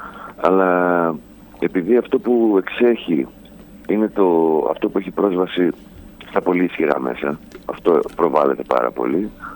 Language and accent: Greek; Thessaloniki, Central Macedonia, Greece; ειδικά σαν Θεσσαλονικιός